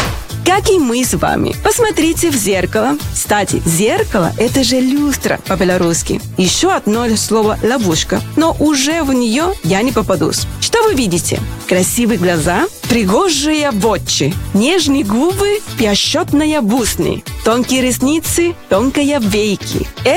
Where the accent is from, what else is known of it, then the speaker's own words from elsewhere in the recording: Venezuela; now in Belarus; Я приехала в Беларусь из Венесуэлы. Приехала и осталась.